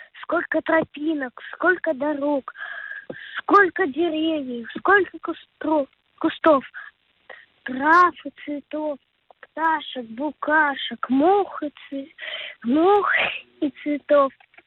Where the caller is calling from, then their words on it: Saint Petersburg, Russia; Из Санкт-Петербурга.